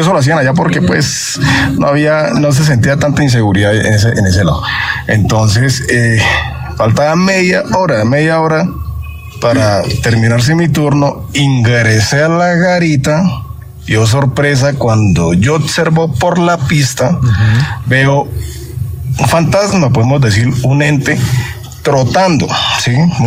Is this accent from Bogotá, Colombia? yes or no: no; Bucaramanga, Santander, Colombia; Yo soy de Bucaramanga.